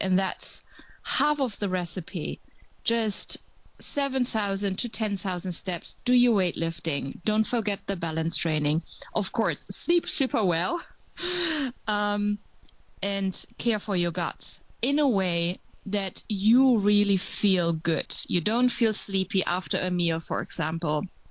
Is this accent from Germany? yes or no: yes; Germany; now in Netherlands; I am originally German, but I'm calling in from the Netherlands at the moment.